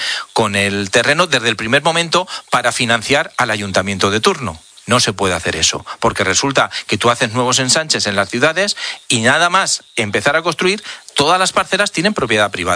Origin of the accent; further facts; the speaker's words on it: Spain; Si somos todos españoles, si tenemos todos un problema.